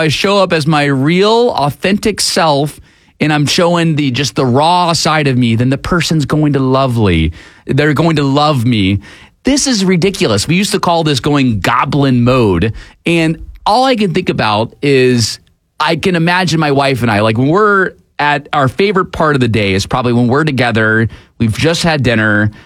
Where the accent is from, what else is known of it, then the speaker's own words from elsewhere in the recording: United States; as an American